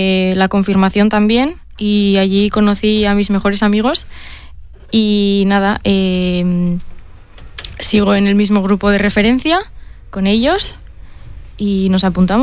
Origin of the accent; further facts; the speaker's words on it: Berriz, Basque Country, Spain; desde muy pequeña estoy en grupo parroquial en mi pueblo, en Berriz.